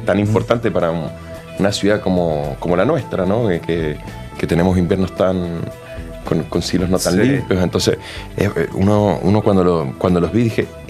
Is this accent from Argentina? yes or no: yes; Mendoza, Argentina; now in Chile; Bueno, yo soy gerente general de Tesla en Chile, ya llevo mendocino, llevo 20 años en Chile